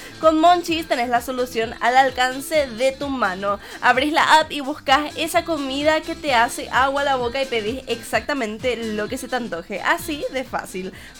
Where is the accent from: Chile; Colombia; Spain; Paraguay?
Paraguay; nosotros siendo paraguayos